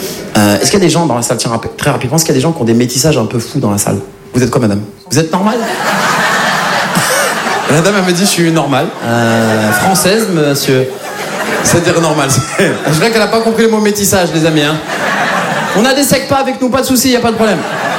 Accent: Morocco; Et moi, je suis marocain, grâce à Dieu

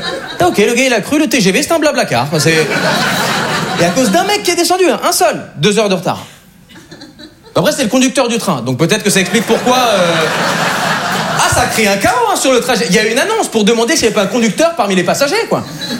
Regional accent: Switzerland; Je dis que je suis suisse.

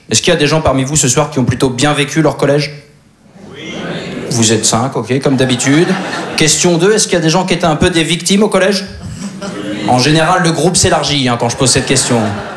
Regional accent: Normandy, France; Alors moi je suis originaire de Basse-Normandie. Il y en a qui voient un petit peu où c'est la Basse-Normandie?

